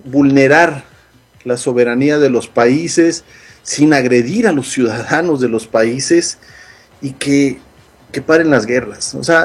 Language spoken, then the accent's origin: Spanish; Mexico; yo soy mexicano